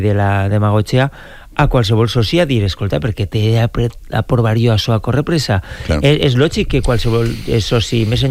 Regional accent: Alcossebre, Valencian Community, Spain; jo soc d'Alcossebre, que és el Baix Maestrat, on està la zona més roja del mapa

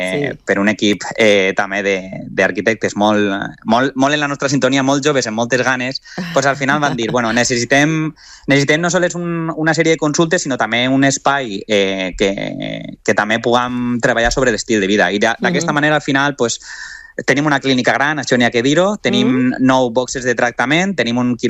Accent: Valencian Community, Spain; Com a bon valencià que sóc, per a mi és un plaer estar amb vosaltres

